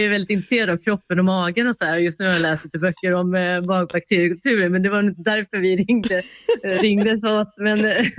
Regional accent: Sweden; born or raised there

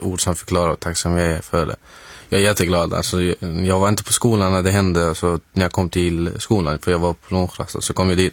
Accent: Syria; now in Sweden; efter det så träffade jag min advokat och sen förklarade att det här baseras på hur situationen är i mitt hemland i Syrien.

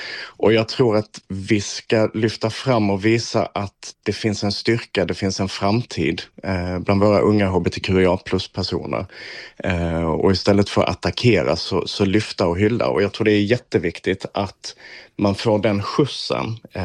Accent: Klippan, Skåne, Sweden; moved away; när jag var 19 och när jag växte upp i Klippan så kände jag inte riktigt att Klippan var min stad eller min by.

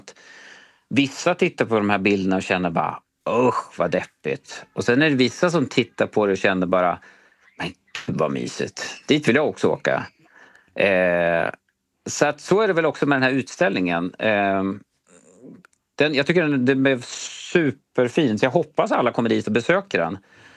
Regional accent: Gävle, Gävleborg County, Sweden; Jag är ju själv från Gävle och jag tycker som Gävle, den är ju, det är väl en fin stad

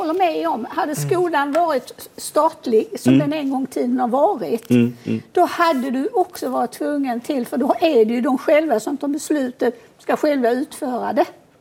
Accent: Sweden; jag är svensk, jag är inte rom.

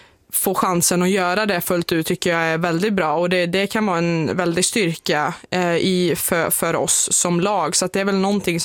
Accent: Skövde, Västra Götaland County, Sweden; Nej, men det är väl familj och vänner hemma i Skövde.

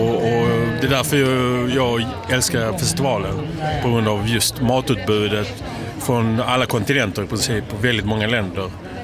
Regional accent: Chile; Därför att jag är chilenare.

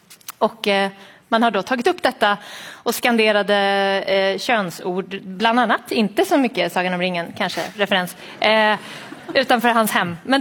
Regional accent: Buenos Aires, Argentina; det var en demonstration igår i Buenos Aires, min hemstad. Bara några kvarter från där jag bor.

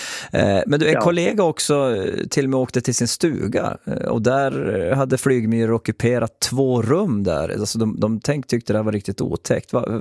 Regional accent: Norrbotten County, Sweden; jag är också från Norrbotten

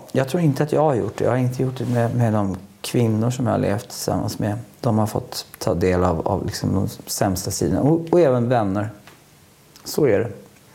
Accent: Stockholm, Stockholm County, Sweden; men vi var från Stockholm. Vi var lite svarta och lite sådär deppiga.

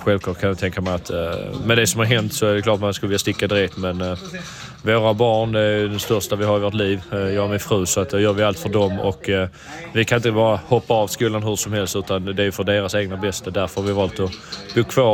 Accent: Sweden; moved away as an adult; att äntligen kanske få bo hemma i Sverige

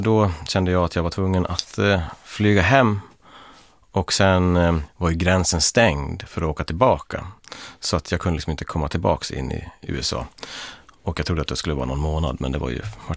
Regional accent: Leksand, Dalarna County, Sweden; jag är liksom uppvuxen i Leksand, i epicentret för det där.

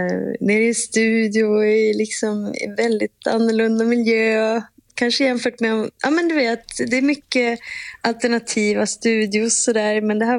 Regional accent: Umeå, Västerbotten County, Sweden; Och jag är ju från Umeå. Och gick på, då hette det ju inte kulturskolan, det hette det musikskolan.

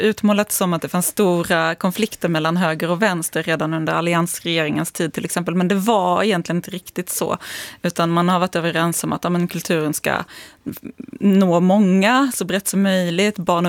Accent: Skåne, Sweden; eftersom jag är från Skåne

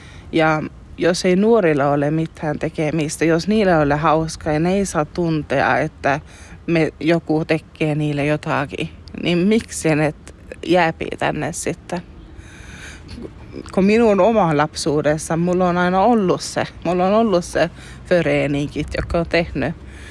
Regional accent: Aareavaara, Norrbotten County, Sweden; Mihin olen kasvanut ylös Aareavaarassa, siellä on aina ollut paljon niin kuin föreeninkiä, paljon aktiviteettia lapsille.

